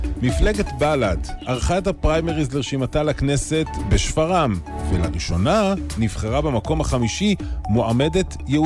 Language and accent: Hebrew; Jerusalem, Jerusalem District, Israel; now in Haifa, Israel; אני לא חיפאי, אני גר בחיפה.